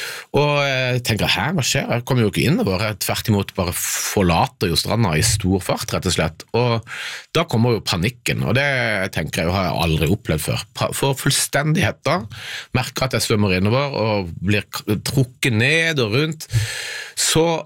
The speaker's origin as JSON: {"language": "Norwegian", "region": "Southern Norway", "country": "Norway", "said": "Nei, jeg tenker jo at jeg er fra Sørland, jeg kan svømme som en fisk"}